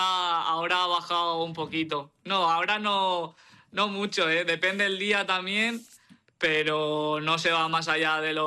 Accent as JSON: {"language": "Spanish", "region": "Valencian Community", "country": "Spain", "said": "Bueno, Rafa Benítez, yo como valenciano tengo buen recuerdo de él, eh."}